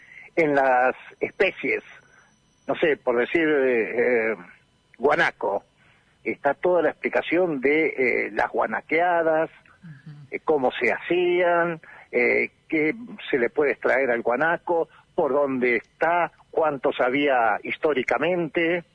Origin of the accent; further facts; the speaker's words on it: Bahía Blanca, Buenos Aires Province, Argentina; now in Patagonia, Argentina; Soy patagónico por adopción, llegué en el año 78 de Bahía Blanc